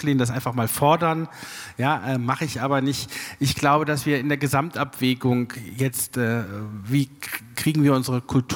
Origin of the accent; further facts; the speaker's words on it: Kassel, Hesse, Germany; Ja, wir beide, Frau Tevasenius und ich, wir kommen aus Kassel.